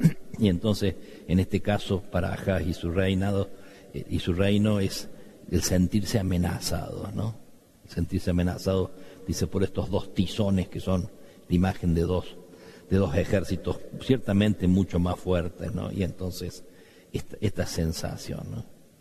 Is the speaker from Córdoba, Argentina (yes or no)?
yes; Córdoba, Argentina; Los argentinos y los cordobeses estamos como signados por las visitas.